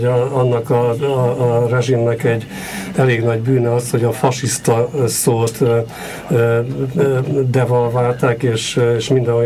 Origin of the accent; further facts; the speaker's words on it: Hungary; moved away as an adult; also born or lived in Munich; én itthon olyan értelemben a Szabad Európán nőttem fel